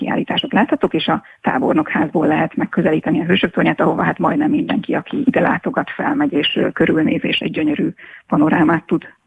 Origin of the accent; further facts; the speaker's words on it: Hungary; Szakovas megyei vagyok